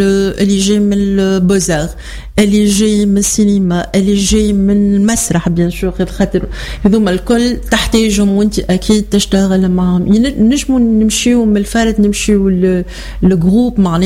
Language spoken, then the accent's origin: Arabic; Tunisia; عندنا معارض قائمة في تونس